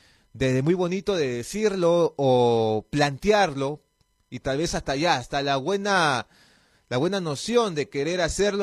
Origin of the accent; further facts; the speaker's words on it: Peru; a nosotros como peruanos y peruanas.